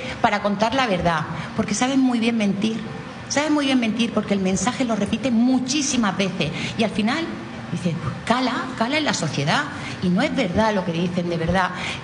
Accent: Melilla, Spain; born there; Yo nací en Melilla, entonces conozco muy bien lo que es Ceuta.

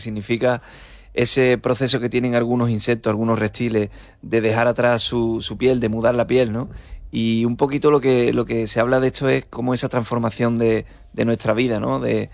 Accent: Utrera, Andalusia, Spain; no solamente era de mi tierra, ¿no? De Utrera, donde quizás yo trataba de ir despuntando, ¿no? O en Sevilla o tal

